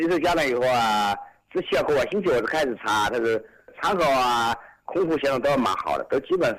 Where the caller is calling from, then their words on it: Xiantao, Hubei, China; 我是仙桃杨柳镇的。